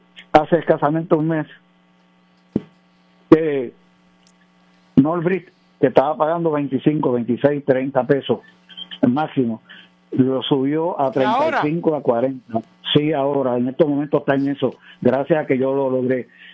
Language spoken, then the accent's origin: Spanish; Humacao, Puerto Rico; now in Caguas, Puerto Rico; Yo soy natural de Humacao, resido en Cagua. Aquí en Cagua resido, pero soy natural de Humacao.